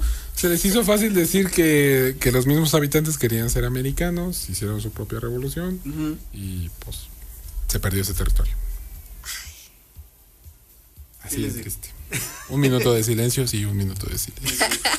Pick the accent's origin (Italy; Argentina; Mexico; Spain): Mexico; sociales nos unimos como mexicanos y defendemos esa patria.